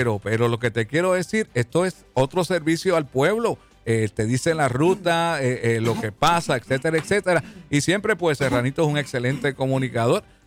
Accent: Río Grande, Puerto Rico; yo me crié en Mamelle, Palmer, lo conocemos los que nos criamos allí, pues somos de Mamelle.

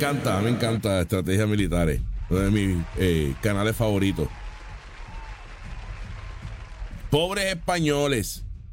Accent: Puerto Rico

